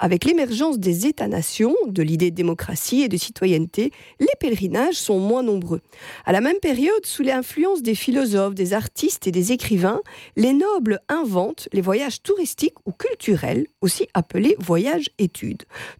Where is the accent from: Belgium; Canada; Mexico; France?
Belgium; chez nous, à Spa